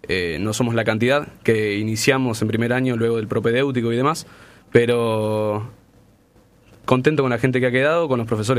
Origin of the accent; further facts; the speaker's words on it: Victoria, Entre Ríos, Argentina; moved away as an adult; now in Rosario, Argentina; Yo soy de Victoria Entre Ríos, señor.